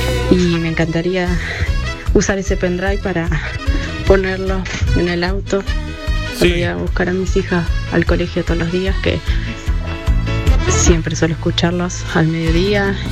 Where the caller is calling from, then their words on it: Bahía Blanca, Buenos Aires Province, Argentina; Somos de Bahía, pero estamos trabajando en Pehuenco ahora.